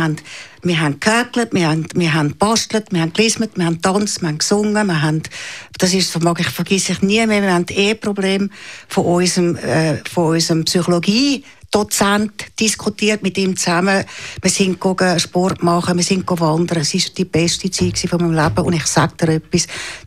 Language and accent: German; Zurich, Switzerland; also born or lived in Baden / Wettingen; Ich bin am Zürichberg aufgewachsen. Zuerst in Uitico in Waldeck, dann in Baden.